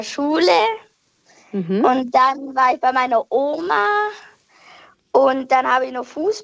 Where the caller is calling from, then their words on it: Steinhilben, Baden-Württemberg, Germany; Aus Steinhilben